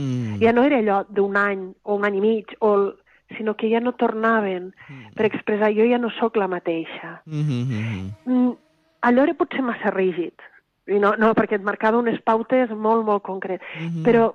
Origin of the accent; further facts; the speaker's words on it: Lleida, Catalonia, Spain; jo sóc de Lleida